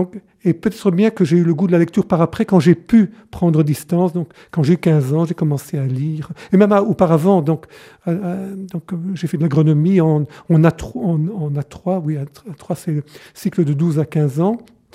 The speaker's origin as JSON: {"language": "French", "area": "Pottes", "region": "Wallonia", "country": "Belgium", "tie": "born there", "said": "Alors, je suis né plutôt à Poth, donc c'est une petite ville à quelques kilomètres de Tournai, dans le Tournaisie donc. Et mes parents étaient fermiers, paysans, comme on dit. Et donc, je suis né en 1952"}